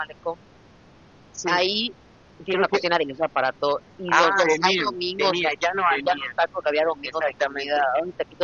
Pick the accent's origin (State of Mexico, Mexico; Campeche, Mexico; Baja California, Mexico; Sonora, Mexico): Campeche, Mexico; yo no soy totalmente libanesa, soy mexicana, campechana, amo ser campechana, amo ser mexicana